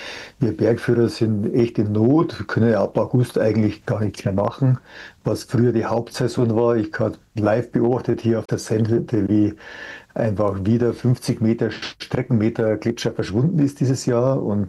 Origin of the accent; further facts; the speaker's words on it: Bavaria, Germany; Und in den Voralpen, so in meiner Heimat, Berchtesgadener Berge, da wird momentan schon das Wasser mit Hubschraubern auf die Hütten geflogen